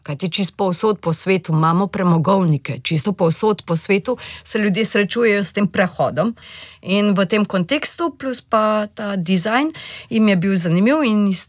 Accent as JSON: {"language": "Slovenian", "region": "Central Sava", "country": "Slovenia", "tie": "born or raised there", "said": "Odraščala sem v rudarski koloniji"}